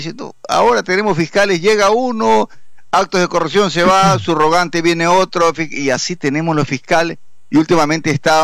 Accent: Ecuador

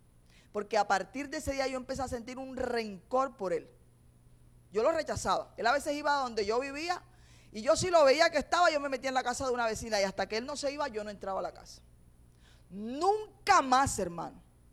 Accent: Caribbean coast, Colombia; lo que nosotros decimos como costeño

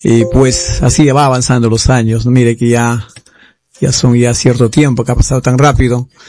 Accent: Acobamba province, Huancavelica, Peru; yo soy procedente de la región Huancavelica, de la provincia de Acoamba y centro del Perú.

